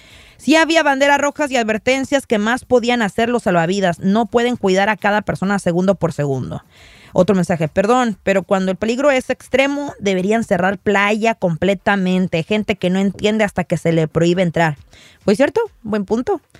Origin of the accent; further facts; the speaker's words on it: Rosarito, Baja California, Mexico; yo soy de Rosarito, Baja California.